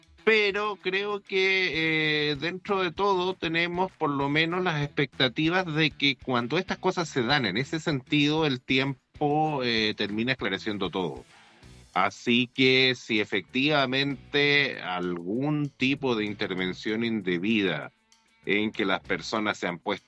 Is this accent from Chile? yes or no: yes; Chile; Nosotros somos vecinos de Argentina, tenemos una tradición de conflictos que incluso casi derivaron en una guerra